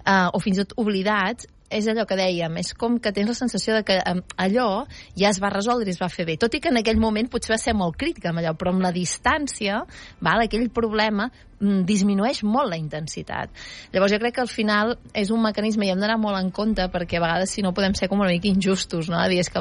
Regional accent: Girona, Catalonia, Spain; jo, a veure, a més soc de Girona

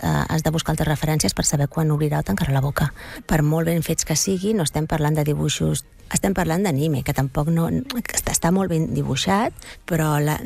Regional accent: Catalonia, Spain; però jo penso en català, jo sóc catalana

